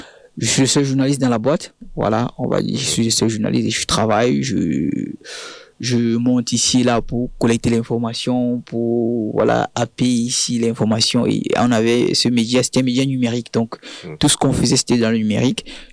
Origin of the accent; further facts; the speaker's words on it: West, Cameroon; moved away as an adult; now in Montpellier, France; Je viens de la région de l'Ouest Cameroun.